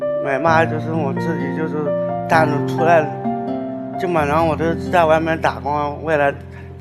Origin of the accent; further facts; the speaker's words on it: Wenshan, Yunnan, China; 我们是云南文山的。